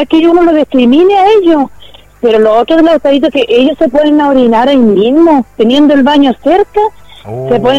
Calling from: Biobío, Chile; De aquí del Cerro Martín.

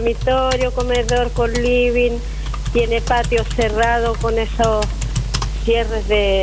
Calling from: Cato, Ñuble, Chile

